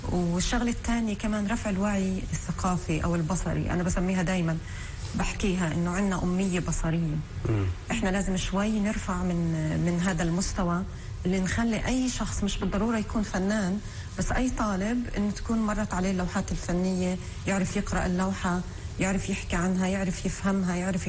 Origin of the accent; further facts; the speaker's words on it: Palestine; المجازر اللي حدثت عندنا بفلسطين.